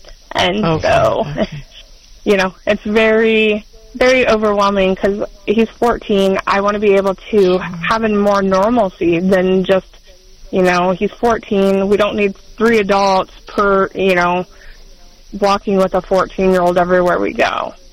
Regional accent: Hastings, Nebraska, United States; But I'm from Hastings and Nebraska.

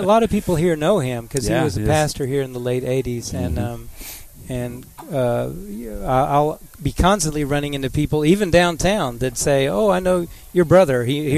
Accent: Longview, Texas, United States; moved away; also born or lived in Bryan-College Station, Texas; I grew up in East Texas, Longview, Texas.

